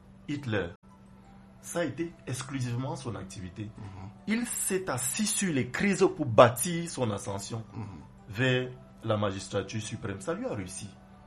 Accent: Kribi, South, Cameroon; Quand j'étais petit, je me souviens, chez moi à Kribi, je grandissais entouré aussi de jeunes enfants comme moi. Il y avait des musulmans, des familles qui revenaient du nord. Il y avait des bamilékés, entre guillemets, aussi.

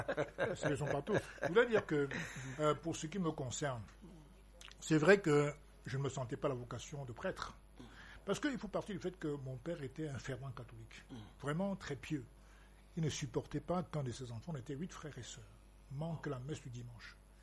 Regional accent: West, Cameroon; je suis de l'Ouest, mais Camerounais avant tout.

